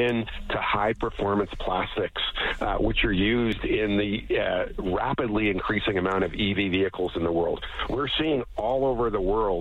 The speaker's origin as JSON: {"language": "English", "region": "Western Canada", "country": "Canada", "said": "as somebody who's from the West and have family here"}